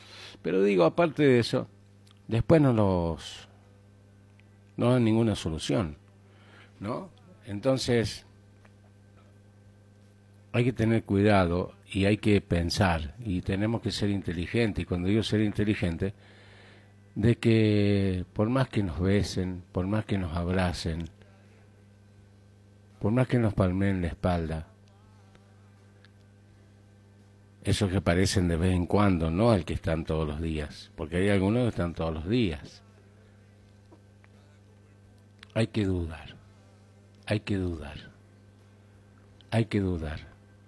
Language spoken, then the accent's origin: Spanish; San Luis, Argentina; Los que somos oriundos de San Luis, los que hemos caminado en San Luis, sabemos lo chiquito que era nuestro querido San Luis.